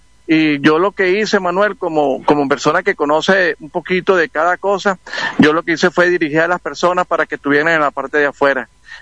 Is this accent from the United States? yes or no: no; Cagua, Aragua, Venezuela; nosotros como venezolanos